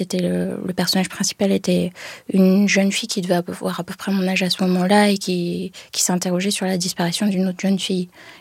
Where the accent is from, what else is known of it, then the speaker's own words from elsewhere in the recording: France; first language English; Oui, il y avait beaucoup de livres, et puis ma mère nous lisait beaucoup de livres, elle voulait absolument qu'on parle anglais, donc vu qu'on était en France, de garder ce rapport à la langue maternelle.